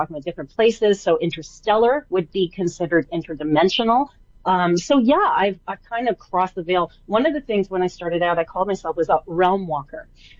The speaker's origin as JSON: {"language": "English", "country": "Canada", "said": "I'm Canadian, I'll still say that."}